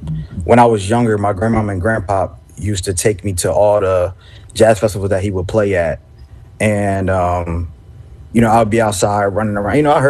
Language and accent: English; Camden, New Jersey, United States; I'm from Camden, New Jersey, yes.